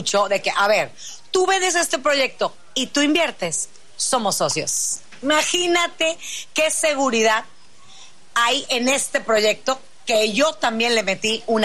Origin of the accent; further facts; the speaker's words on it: Monterrey, Nuevo León, Mexico; yo soy regia